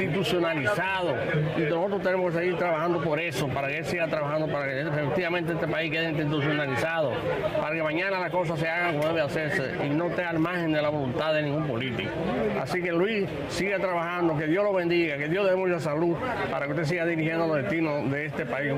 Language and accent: Spanish; Dominican Republic; Nosotros, como como dominicano